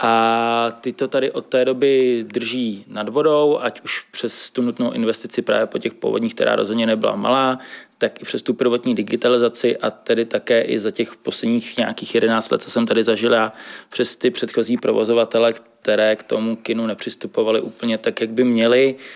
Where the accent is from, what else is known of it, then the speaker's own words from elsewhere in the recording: Prague, Czechia; protože jsem rodák z Modřan